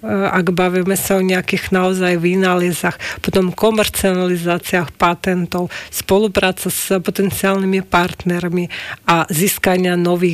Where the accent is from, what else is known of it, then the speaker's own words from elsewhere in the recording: Ukraine; Slovak is a second language; moved away as an adult; now in Slovakia; som mamička z Ukrajiny a v podstate tatino Slovák